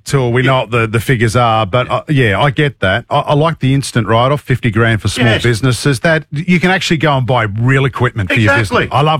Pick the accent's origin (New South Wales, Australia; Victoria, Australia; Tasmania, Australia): New South Wales, Australia; Sydney; now in Queensland, Australia; I mean, I do work in Queensland, Leaves, but I'm from Sydney. I'm a Yagoona boy. Biron boys high.